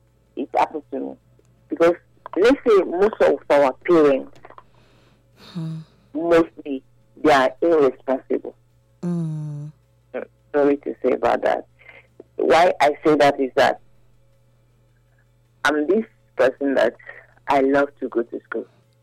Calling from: Benin City, Edo, Nigeria; I'm calling from Benin City.

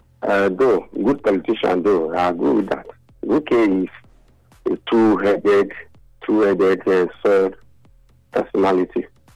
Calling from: Nigeria; I'm calling from South Lero.

